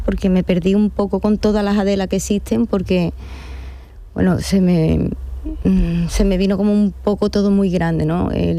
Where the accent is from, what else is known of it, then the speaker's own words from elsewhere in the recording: Seville, Andalusia, Spain; Y no se puede hacer en Bienal de Sevilla, me da mucha pena porque es mi tierra. Tengo 49 años, es mi momento